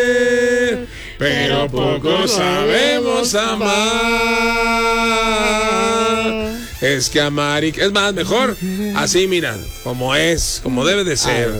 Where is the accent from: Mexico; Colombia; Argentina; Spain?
Mexico; Soy mexicano